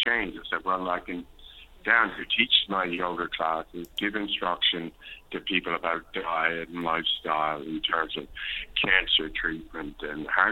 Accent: Placentia, Newfoundland and Labrador, Canada; I've established the theory of land in my hometown, 21st Placentia, very beautiful by the ocean

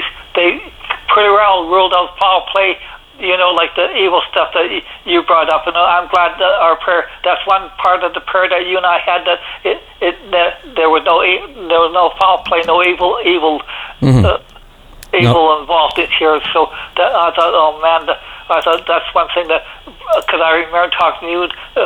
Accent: Calgary, Alberta, Canada; born there; Yeah, I was born in Calgary

